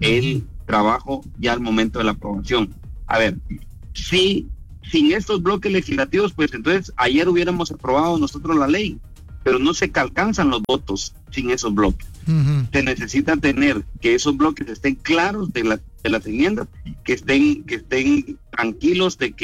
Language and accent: Spanish; Guatemala; nosotros como guatemaltecos